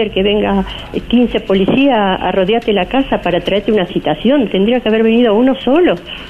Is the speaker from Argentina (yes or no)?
yes; Capitán Bermúdez, Santa Fe, Argentina; born there; Nosotros somos conocidas acá en Bermúdez, no somos gente que es respetuosa, respetable por todo. Desde muchísimos años nacimos acá en Bermúdez.